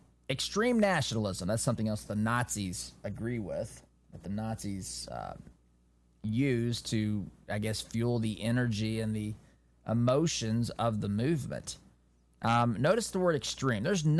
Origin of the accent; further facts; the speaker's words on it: United States; as an American citizen, as a Christian